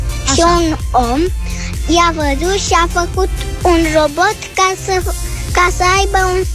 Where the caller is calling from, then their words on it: Bucharest, Romania; am 5 ani, sunt din București